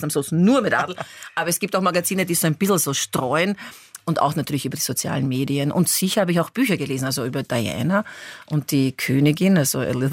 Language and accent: German; Burgenland, Austria; also die kam immer ins Burgenland, da wo ich groß geworden bin.